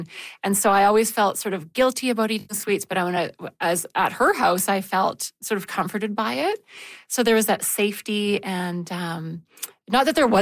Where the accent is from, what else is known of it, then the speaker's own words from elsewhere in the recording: Calgary, Alberta, Canada; We grew up in Calgary and only went out to visit them in Windsor about once a year.